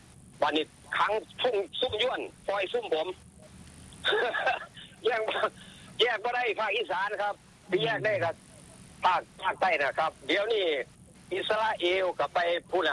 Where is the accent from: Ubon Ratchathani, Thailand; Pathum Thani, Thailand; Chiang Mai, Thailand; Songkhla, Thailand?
Ubon Ratchathani, Thailand; ทั้งอุบลแบ่งบ่ได้ครับทั้งอุบลผมแล้วบ้านเกิดผมนี่แบ่งบ่ได้